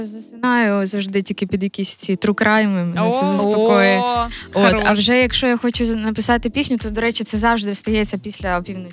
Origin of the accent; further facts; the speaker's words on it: Drohobych, Lviv Oblast, Ukraine; Там, в Дрогобичі, це таке дуже затишне місто